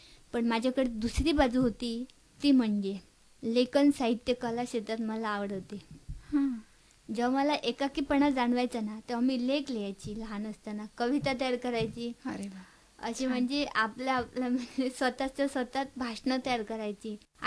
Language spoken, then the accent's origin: Marathi; Madkhol, Maharashtra, India; माडकोलची कन्या।